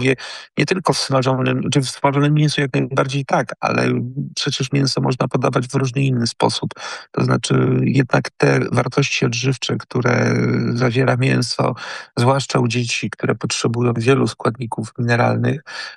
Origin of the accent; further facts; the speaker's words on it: Kutno, Łódź Voivodeship, Poland; u mnie w rodzinnym Kutnie